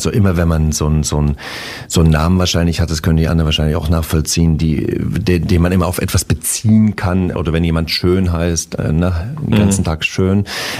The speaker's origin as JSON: {"language": "German", "town": "Zwickau", "region": "Saxony", "country": "Germany", "tie": "born or raised there", "also_born_or_lived": "Dresden", "said": "Also in Dresden geboren und in Zwickau groß geworden"}